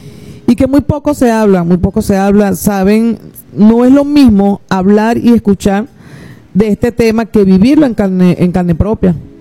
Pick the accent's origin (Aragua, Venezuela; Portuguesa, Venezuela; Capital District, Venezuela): Capital District, Venezuela; Caracas; moved away as an adult; now in San Juan de los Morros, Venezuela; yo no soy de acá de San Juan, yo viví en Caracas, soy una caraqueña pendiente de San Juan de los Morros, pero bueno, las circunstancias me trajeron para acá.